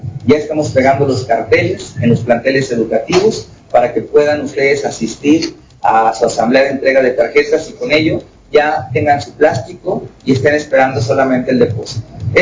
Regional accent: Mexico; nos unamos como mexicanos

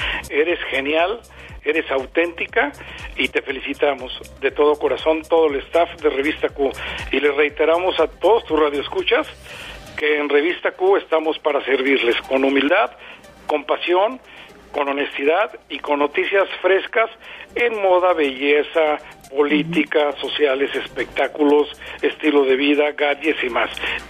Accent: Mexico; somos los mexicanos líderes

